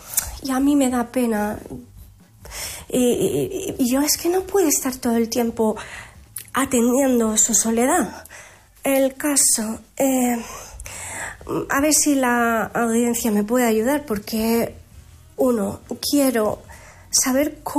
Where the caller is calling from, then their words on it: Villalba, Spain; llamo desde Villalba.